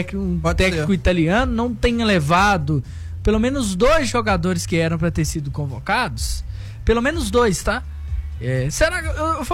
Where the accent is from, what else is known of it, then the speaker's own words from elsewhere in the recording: Minas Gerais, Brazil; a gente, enquanto mineiro, a gente tem que se posicionar